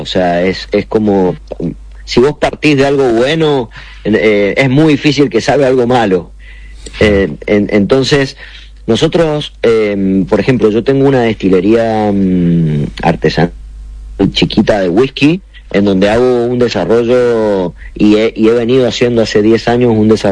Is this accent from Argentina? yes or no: yes; Mendoza, Argentina; nos sentimos y somos muy mendocinos y queremos mucho a nuestra provincia.